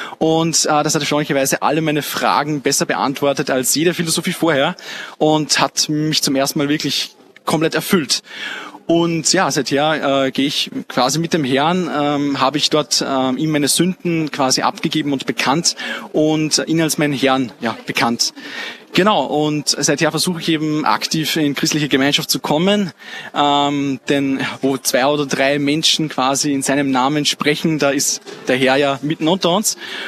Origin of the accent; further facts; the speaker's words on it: Upper Austria, Austria; now in Linz, Austria; Ich werde am 7.7. 21 Jahre, komme aus Mühlviertel, wohne aber aktuell in Linz.